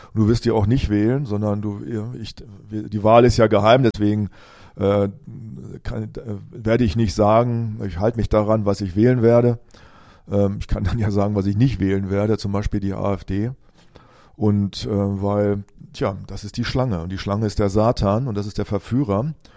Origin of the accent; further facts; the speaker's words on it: Germany